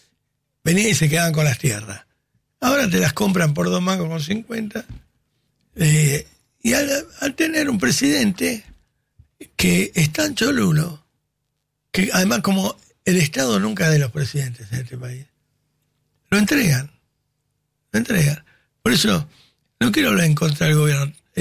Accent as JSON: {"language": "Spanish", "country": "Argentina", "said": "si seguimos siendo argentinos"}